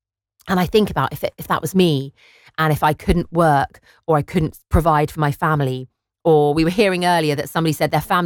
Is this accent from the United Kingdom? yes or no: yes; London, United Kingdom; I grew up in London as well, so I'm a born and bred Londoner.